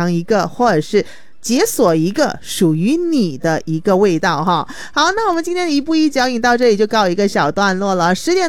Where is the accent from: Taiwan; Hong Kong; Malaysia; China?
Malaysia; Sabah; 虽然我们沙巴这边是盛产海鲜的嘛，